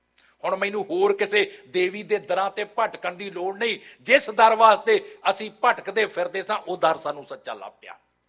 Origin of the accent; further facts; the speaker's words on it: Punjab, India; ਵੈਸੇ ਮੇਰਾ ਪਿੰਡ ਤੋਂ ਉੱਥੋਂ 5-7-10 ਕਿਲੋਮੀਟਰ ਹੈ, ਮੈਂ ਉੱਥੇ ਬਾਰੇ ਬਹੁਤ ਕੁਝ ਜਾਣਦਾ।